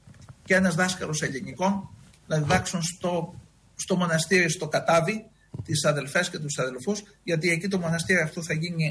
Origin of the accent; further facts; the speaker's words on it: Plomari, North Aegean, Greece; now in Bukoba, Tanzania; εγώ μεγάλωσα στη Μυτιλήνη, στο Πλωμάρι, και το έβλεπα κάθε μέρα το Αιγαίο Πέλαγος.